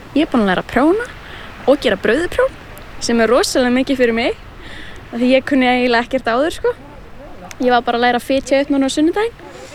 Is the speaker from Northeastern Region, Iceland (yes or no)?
yes; Húsavík, Northeastern Region, Iceland; ég er 19 ára og kem frá Húsavík.